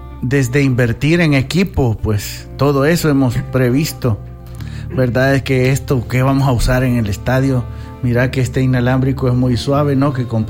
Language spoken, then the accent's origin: Spanish; Zacatecoluca, La Paz, El Salvador; hubo un tiempo que estaba en Zacatecoluca, de donde soy originario